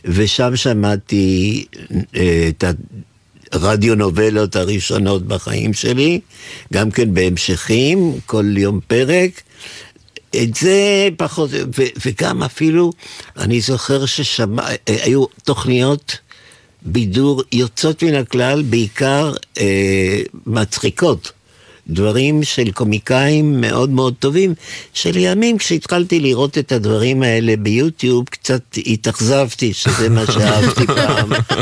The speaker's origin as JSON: {"language": "Hebrew", "region": "Buenos Aires", "country": "Argentina", "tie": "born or raised there", "moved": "yes", "lives_now": "Israel", "said": "נולדתי בבואנוס איירס, וגדלתי בתקופה שהרדיו היה מאוד מרכזי בחיים שלנו"}